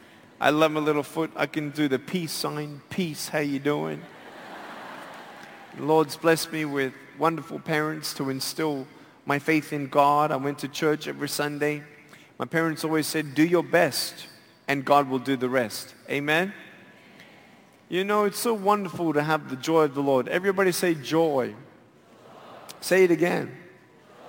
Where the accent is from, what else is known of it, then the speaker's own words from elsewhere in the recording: Australia; born there; I'm 30 years old. I was born in Australia.